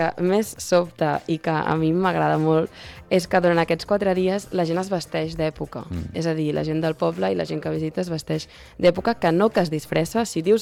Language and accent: Catalan; Barcelona, Catalonia, Spain; que sóc de Barcelona, molt de Barcelona